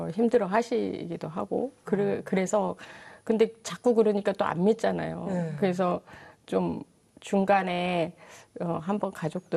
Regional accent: South Korea

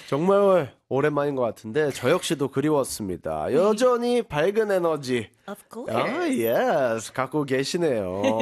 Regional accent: Goyang, Gyeonggi Province, South Korea; 제가 일산 사람이라 그런지는 모르겠지만

